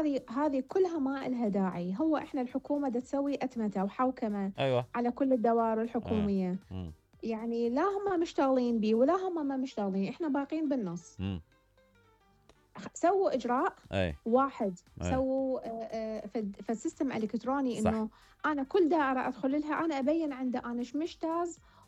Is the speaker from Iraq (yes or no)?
yes; Iraq